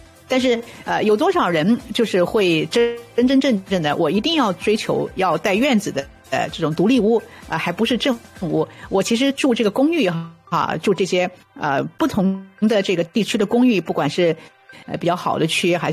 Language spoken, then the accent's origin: Chinese; Canada; 对我们加拿大人来讲呢